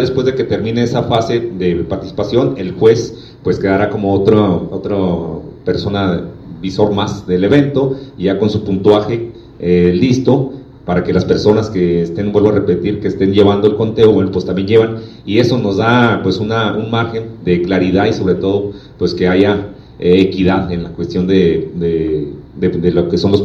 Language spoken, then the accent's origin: Spanish; Mexico